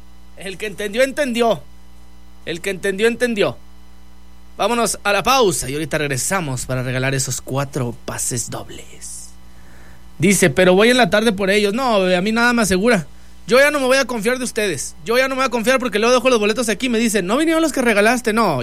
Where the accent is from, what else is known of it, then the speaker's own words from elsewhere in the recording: Andalusia, Spain; aquí somos españoles, Manolo, aquí somos españoles. Aquí no andamos a medias tintas. Aquí somos españoles, andaluces.